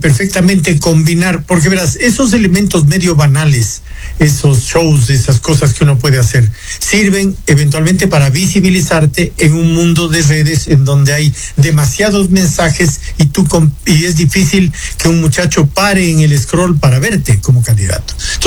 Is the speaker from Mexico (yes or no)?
no; Ecuador; eso a mí me parece tremendamente triste como ecuatoriano.